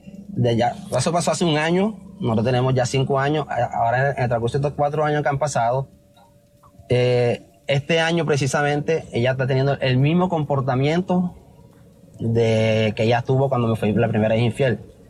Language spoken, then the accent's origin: Spanish; Caribbean Region, Colombia; porque yo soy costeño, ella es paisa